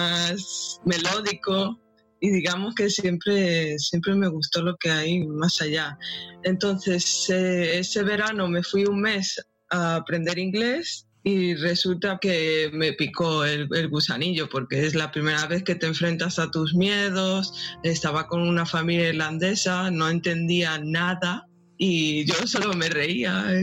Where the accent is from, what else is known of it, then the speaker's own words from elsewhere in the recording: Spain; born there; mi pueblo está en la frontera con Portugal y solo cruzar la frontera ya me parecía algo exótico